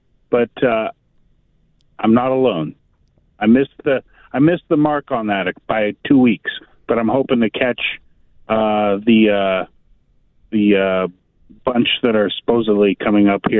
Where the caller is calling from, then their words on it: Longview, Washington, United States; from Longview.